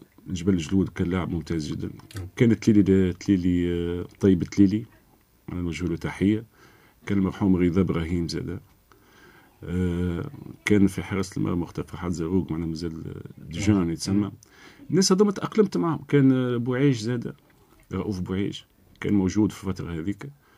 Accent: Gafsa, Gafsa Governorate, Tunisia; أنا من قفصة

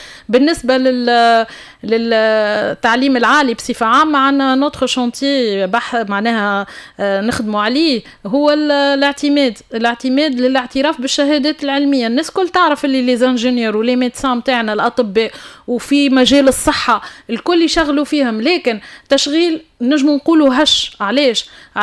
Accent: Tunisia; ما كانش عندنا في تونس

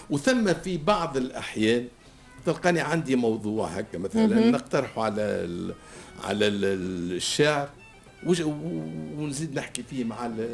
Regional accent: Tunisia; accent: Tunisian; نحن لهجتنا سهله اما لكن طريقة غنانا الغناء نتاعنا الأداء نتاعنا يختلف.

